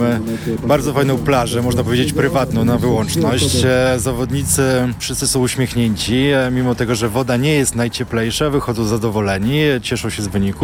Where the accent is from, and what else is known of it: Warsaw, Masovian Voivodeship, Poland